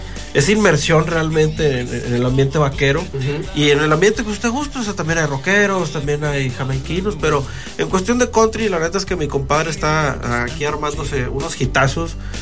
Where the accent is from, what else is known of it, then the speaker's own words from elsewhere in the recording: Monterrey, Nuevo León, Mexico; vengo de la galaxia de Monterrey.